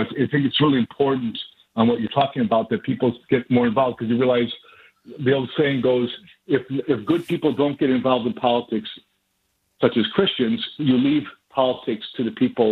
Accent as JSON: {"language": "English", "town": "Wheaton", "region": "Illinois", "country": "United States", "said": "And in fact, I'm from Wheaton. Our college church has been my church."}